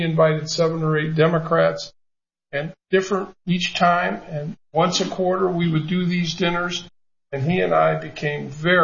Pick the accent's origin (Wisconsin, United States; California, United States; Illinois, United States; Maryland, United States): Illinois, United States; Peoria; I'm coming to Peoria, which is my hometown, 140 miles from Chicago.